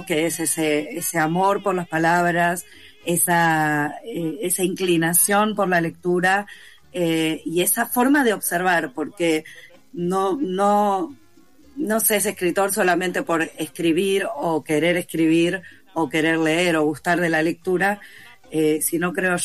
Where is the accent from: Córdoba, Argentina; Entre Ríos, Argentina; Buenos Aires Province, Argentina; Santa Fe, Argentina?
Buenos Aires Province, Argentina; Lanús; born there